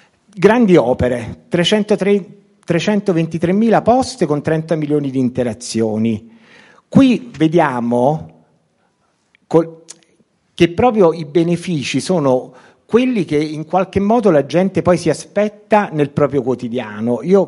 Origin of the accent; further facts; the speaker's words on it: Naples, Campania, Italy; non lo dico in quanto napoletano